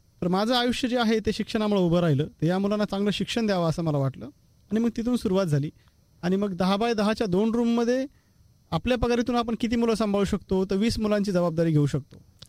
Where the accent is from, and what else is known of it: Maharashtra, India; born or raised there